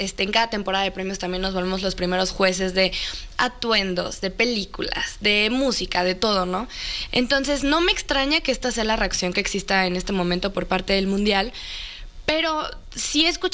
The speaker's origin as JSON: {"language": "Spanish", "country": "Mexico", "said": "sí siento que es una gran falla a mi ADN como mexicana, ¿no? O sea, porque sí creo que todos los mexicanos tenemos algo de pambolero en la sangre"}